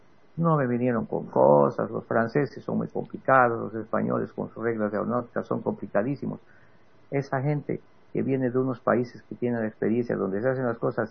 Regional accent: Bolivia; Somos muy bolivianos en ese sentido.

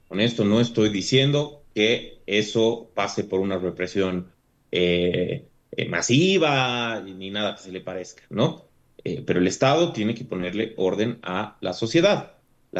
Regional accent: La Paz, Bolivia; born there; Nosotros como paceños tenemos derecho a planificar nuestra vida, nuestro futuro, nuestro destino, nuestra felicidad. Tenemos derecho a vivir en el departamento y en la ciudad que nos ha visto nacer

